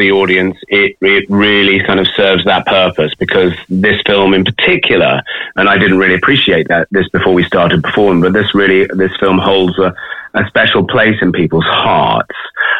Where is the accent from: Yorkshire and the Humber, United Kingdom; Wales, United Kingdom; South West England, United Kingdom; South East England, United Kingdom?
Yorkshire and the Humber, United Kingdom; Sheffield; born there